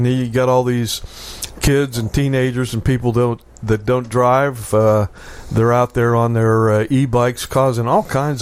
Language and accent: English; Wheeling, West Virginia, United States; you know, growing up in Wheeling, you use your hand signals